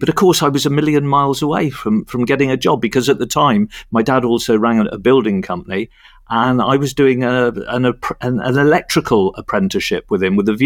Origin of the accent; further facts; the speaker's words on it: South West England, United Kingdom; accent: like … (West Country); I was 17 now. I sounded like one